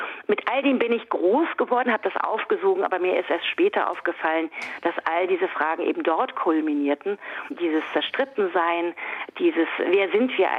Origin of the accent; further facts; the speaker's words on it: West Germany, Germany; Ich möchte es mal so sagen, selber als Westdeutsche